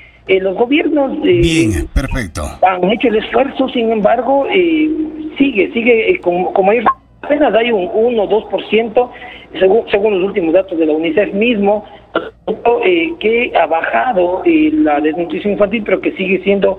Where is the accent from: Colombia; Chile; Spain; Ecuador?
Ecuador; nosotros tenemos como sociedad ecuatoriana un desafío enorme